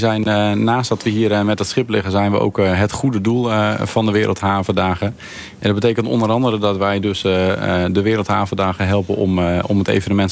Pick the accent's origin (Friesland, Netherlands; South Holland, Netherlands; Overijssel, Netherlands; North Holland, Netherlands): Friesland, Netherlands; born or raised there